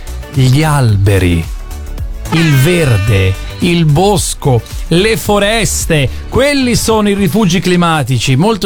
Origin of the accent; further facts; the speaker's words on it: Strassoldo, Friuli-Venezia Giulia, Italy; Io sono nativo di un paesello che si chiama Strassoldo, in provincia di Udine, il mio paese natale. Là ci sono i viali alberati, i tigli ci sono, che fanno una chioma, un fresco d'estate meraviglioso, bellissimo